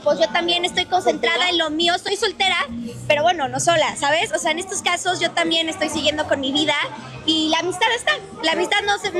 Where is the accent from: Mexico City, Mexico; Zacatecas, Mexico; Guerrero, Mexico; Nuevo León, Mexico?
Mexico City, Mexico; ahorita ando en Monterrey, yo soy de Ciudad de México